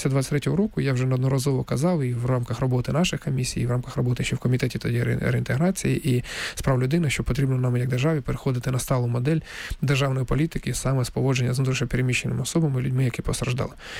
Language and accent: Ukrainian; Donetsk, Donetsk Oblast, Ukraine; тому що дійсно я сам з Донецька і вперше відчув на себе і на своїй, як то скажуть, шкурі, і на власному досвіді.